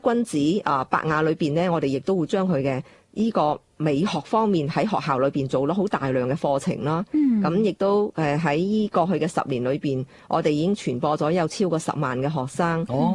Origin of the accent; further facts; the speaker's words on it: Guangzhou, Guangdong, China; 我自己本身亦都係廣州海珠區，即係而家嘅河，我哋叫河南啦，土生土長嘅。咁亦都我哋歷代亦都係喺海珠區呢度咧，亦都係種田啦、種菜啦。